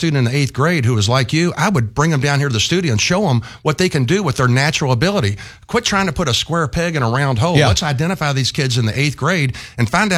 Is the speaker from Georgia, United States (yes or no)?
no; Louisville, Kentucky, United States; I grew up in the Highlands. I did go to St. Xavier High School.